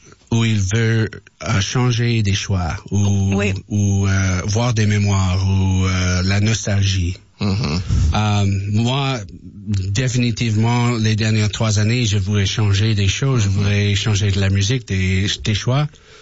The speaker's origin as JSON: {"language": "French", "town": "Ottawa", "region": "Ontario", "country": "Canada", "said": "Parce que je viens d'Ottawa."}